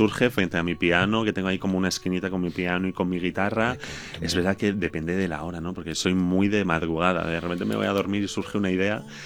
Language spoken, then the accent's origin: Spanish; Madrid, Community of Madrid, Spain; born there; also born or lived in Palma, Balearic Islands